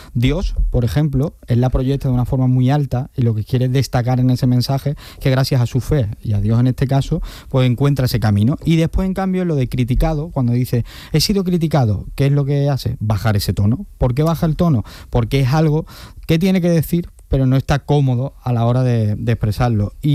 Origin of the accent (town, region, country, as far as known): Spain